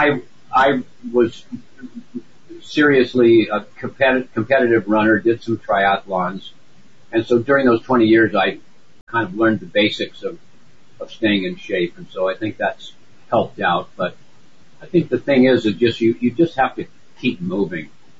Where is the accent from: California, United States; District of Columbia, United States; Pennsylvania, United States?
California, United States; San Francisco; now in West Marin County, United States; I've been here, I guess, for 55 years now. I grew up in San Francisco, so my hometown's not far away.